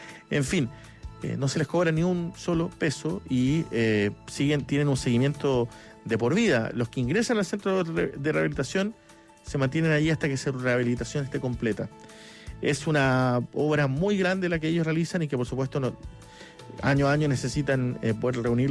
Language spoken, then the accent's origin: Spanish; Magallanes, Chile; yo lo pongo acá porque, bueno, soy magallánico, conozco perfectamente esto